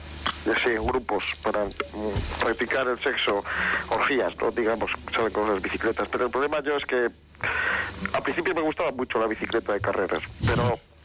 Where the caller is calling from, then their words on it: Peñíscola, Valencian Community, Spain; De Peñíscola, de Castellón.